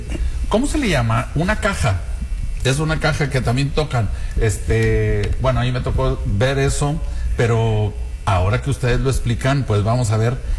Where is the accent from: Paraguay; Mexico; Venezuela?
Mexico; somos mexicanos, estamos en un país melómano por naturaleza